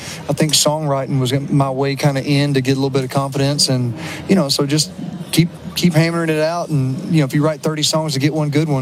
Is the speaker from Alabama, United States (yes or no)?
yes; Alabama, United States; from Alabama. I was a hometown guy for all those years.